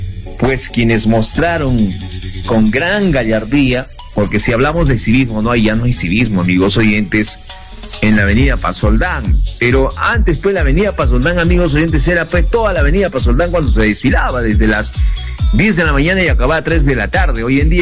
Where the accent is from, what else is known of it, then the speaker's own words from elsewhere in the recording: La Joya, Arequipa, Peru; now in Arequipa, Peru; porque somos nosotros de La Joya, nacidos, crecidos, estudiados en el distrito de La Joya, y hoy en día estamos en diferentes lugares del país. Vivimos en Arequipa, amigos oyentes, y somos de La Joya.